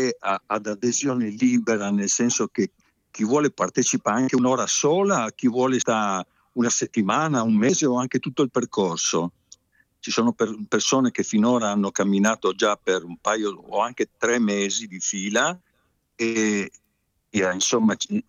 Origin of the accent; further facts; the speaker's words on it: Trieste, Friuli-Venezia Giulia, Italy; Io sono di Trieste.